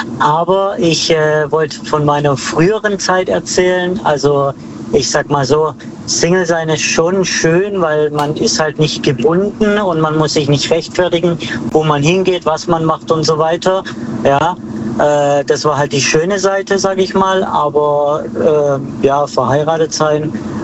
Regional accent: Baden-Württemberg, Germany; Aus dem Schwarzwald.

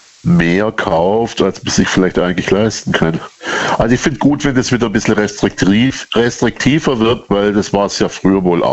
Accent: Baden-Württemberg, Germany; So 40 Kilometer nördlich von Stuttgart, also okay. Nördlich ja Rems-Murr-Kreis, ja.

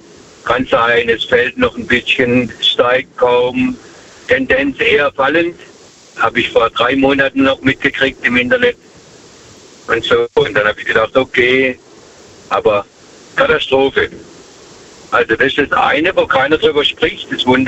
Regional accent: Herbolzheim, Baden-Württemberg, Germany; Herbolzheim.

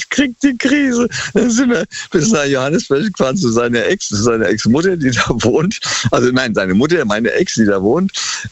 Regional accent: Germany; now in Lesbos, Greece; Und wenn du in einem Dorf einen Namen kriegst als Deutscher, dann hast du es schon mal fast gepackt.

